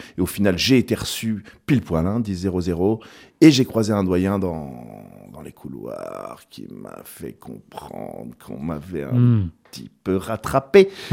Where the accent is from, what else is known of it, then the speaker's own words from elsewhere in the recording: France; Je suis français. Ouais. Enfin, franco-suisse en réalité.